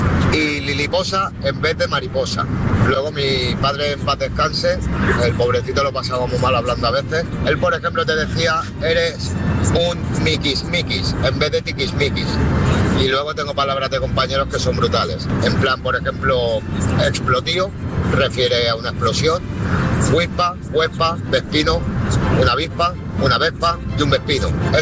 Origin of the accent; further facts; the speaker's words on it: Catalonia, Spain; now in Cantabria, Spain; Pues yo soy catalán y llevo 5 años en Cantabria, y exactamente en la zona sur de Cantabria, de los Valles Pasiegos.